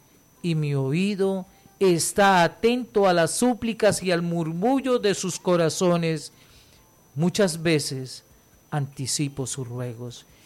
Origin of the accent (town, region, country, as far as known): Colombia